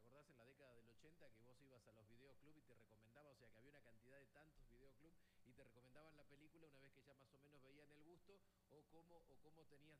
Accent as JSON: {"language": "Spanish", "country": "Argentina"}